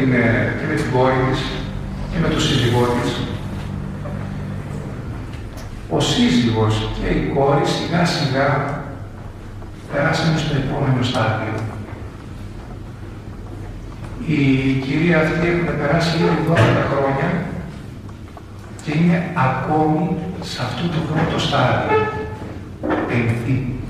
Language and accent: Greek; Preveza, Epirus, Greece; moved away; βρέθηκα στην Πρέβεζα, στην ιδιαίτερη πατρίδα μου